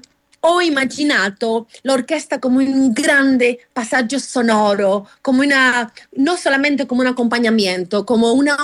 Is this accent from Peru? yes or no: no; Havana, Cuba; Italian is a second language; moved away; Alamar è il quartiere della Havana dove sono nata e cresciuta a Cuba, per me rappresenta molto più di un luogo, è la memoria, la famiglia, il mare, il ritmo e la libertà.